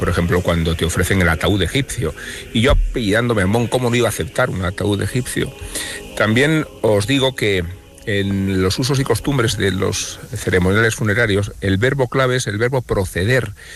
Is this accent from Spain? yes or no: yes; Salamanca, Castile and León, Spain; asistir hace muy poco a unos funerales en Salamanca, de donde vengo.